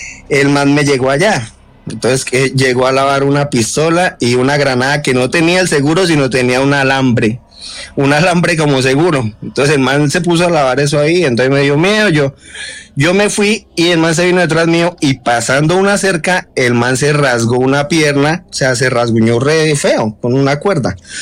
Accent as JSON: {"language": "Spanish", "region": "Casanare", "country": "Colombia", "tie": "born or raised there", "said": "Tengo una de aquí de la región donde me crié. Yo soy del Casanare. en medianías con Boyacá, en el río que divide Casanare y Boyacá, que nace la laguna de Tota."}